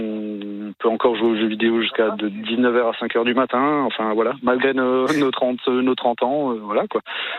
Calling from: Bergheim, Grand Est, France; À Bergheim.

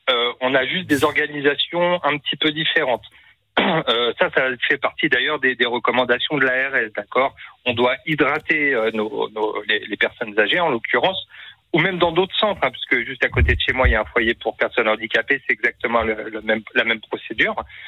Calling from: Fontenay-le-Comte, Pays de la Loire, France; je suis à Fontenay-le-Comte, exactement.

